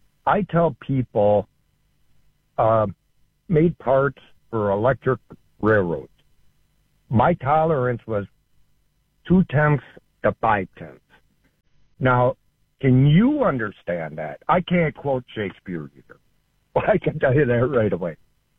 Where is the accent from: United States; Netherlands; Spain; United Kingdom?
United States; Wausau, Wisconsin; Well, I grew up in Wausau, and I was going to high school, and I graduated when I was 17.